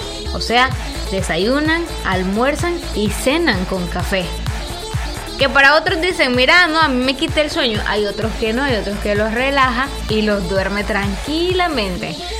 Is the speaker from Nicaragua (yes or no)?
yes; Nicaragua; como buen nicaragüense, nosotros no arrancamos si no tenemos nuestra dosis de cafecito.